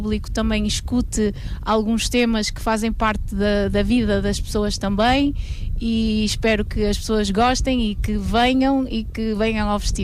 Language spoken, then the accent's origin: Portuguese; Barcelos, Norte, Portugal; eu sou de Barcelos, não há uma história de ouvir fado na família.